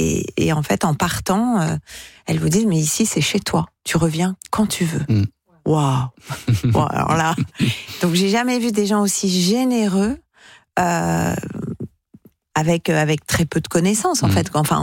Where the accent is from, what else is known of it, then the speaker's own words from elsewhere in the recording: Normandy, France; Voilà, en tant que Normande, quand même.